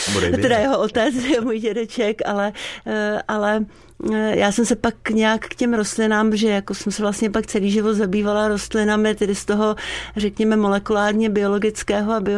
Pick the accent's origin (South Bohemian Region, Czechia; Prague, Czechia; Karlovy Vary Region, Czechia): Prague, Czechia; narodila jsem se v Praze, jsem Pražák tělem i duší, v Praze jsem byla i vzdělávána